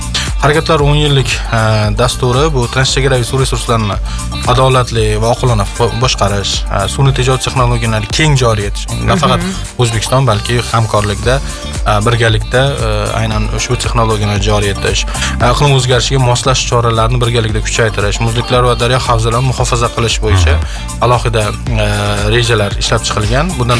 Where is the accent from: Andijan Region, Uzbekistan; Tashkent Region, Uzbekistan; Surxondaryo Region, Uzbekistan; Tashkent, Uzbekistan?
Andijan Region, Uzbekistan; Andijan; O'zim Andijondanman.